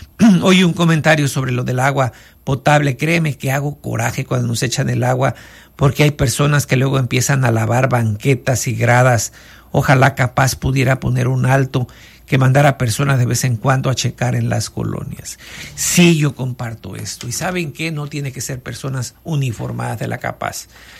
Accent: Vallecito de Zaragoza, Guerrero, Mexico; moved away; el barrio del Poche es de mi pueblo, de allá de Vallecito de Zaragoza, no es de aquí

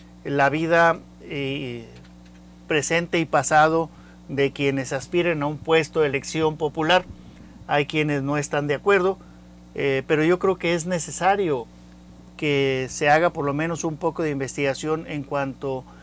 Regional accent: Mexico; somos nosotros como mexicanos

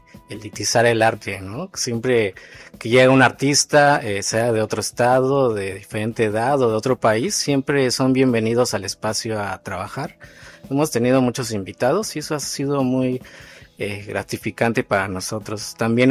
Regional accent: Oaxaca, Mexico; Yo soy de los Valles Centrales, pero también mi familia viene de la Sierra Juárez.

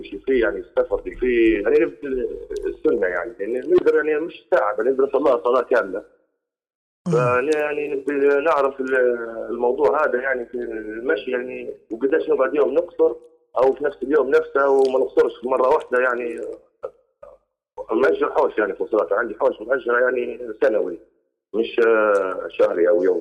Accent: Tripoli, Tripoli District, Libya; أنا طبعا من طرابلس، لكن نمشي يعني مصراتة مرة بعد شهر مرة شهرين عندي بحكم شغل غالي.

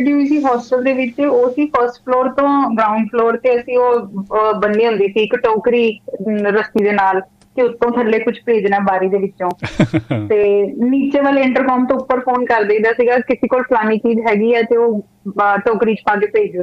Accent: Punjab, India; ਮੇਰਾ ਪਿੰਡ ਵੀ ਤੁਹਾਡੇ ਨਵਾਂ ਸ਼ਹਿਰ ਦੇ ਕੋਲ ਹੀ ਸੀਗਾ

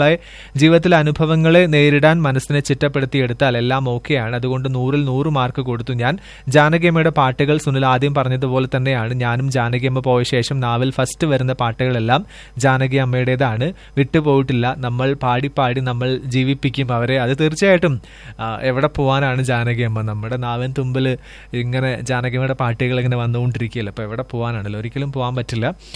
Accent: Kinassery, Kerala, India; ഈ വരുന്ന 26-ാം തീയതി ഞങ്ങളുടെ നാട്ടിൽ കിനാശേരി പുലരി കലാസമിതി ആൻഡ് ഗ്രന്ഥശാല

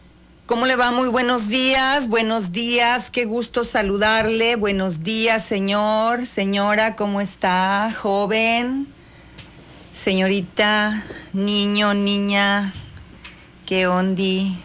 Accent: Mexico; así como decimos en México

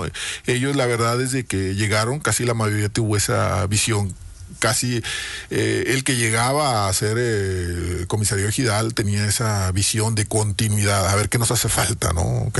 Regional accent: Abasolo, Tamaulipas, Mexico; born there; also born or lived in Jico; nosotros cuando vinimos de Jico, vinimos buscando tierra, llegamos al municipio de Abasolo, a particularmente elegido Las Delicias.

